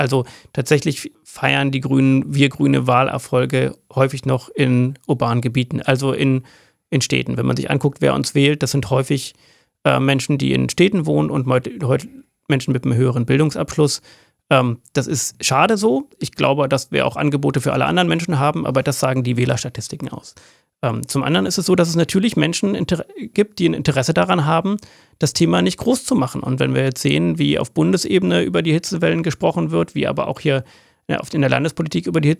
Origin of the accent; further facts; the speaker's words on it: Germany; als Deutsche, wir produzieren 2% des weltweiten CO2-Ausstoßes, aber haben 1% der weltweiten Bevölkerung.